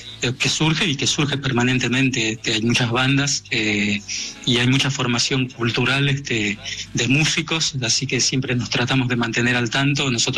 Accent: Maipú, Buenos Aires Province, Argentina; also born or lived in Mar del Plata; No, nosotros nacimos en la ciudad de Mar del Plata, pero nos criamos en Maipú, provincia de Buenos Aires, ahí cerquita.

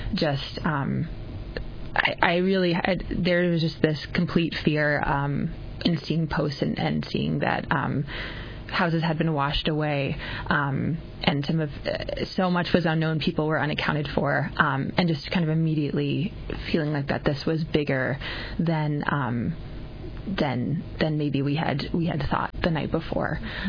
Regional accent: Massachusetts, United States; moved away as an adult; now in Bethel, United States; I grew up in Massachusetts.

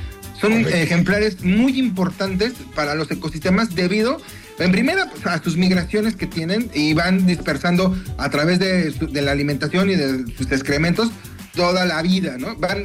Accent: Mexico; De nosotros como mexicanos.

